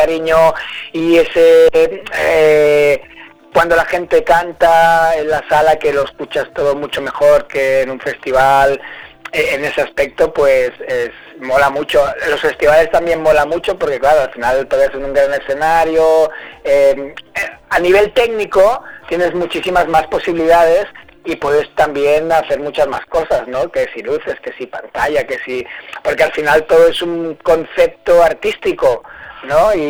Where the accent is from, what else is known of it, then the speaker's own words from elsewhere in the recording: Catalonia, Spain; Sí. Además somos de la Costa Brava.